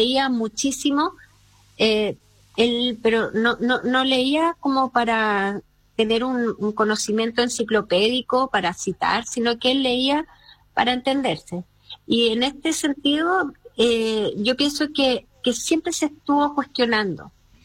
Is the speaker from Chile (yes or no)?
yes; Chile; de las que nosotros también como chilenos nos fuimos enterando